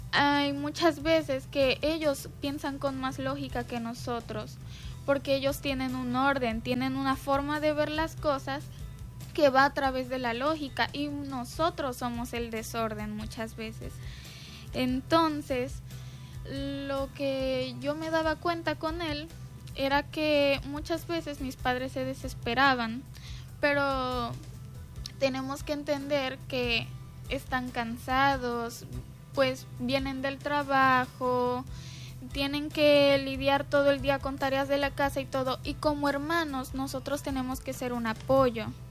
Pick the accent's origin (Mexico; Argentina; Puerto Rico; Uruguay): Mexico; Villahermosa, Tabasco; moved away; Yo soy de México.